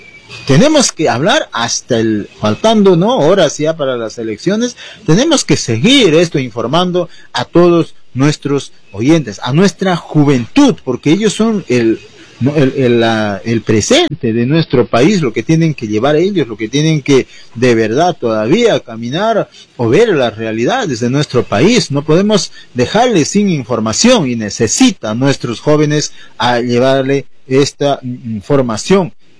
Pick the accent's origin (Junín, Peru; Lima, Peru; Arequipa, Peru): Junín, Peru; Ricrán district, Jauja province; moved away; yo soy del distrito de Arricrán, de su anexo Tambillo, así se llama el lugar de donde yo he procedido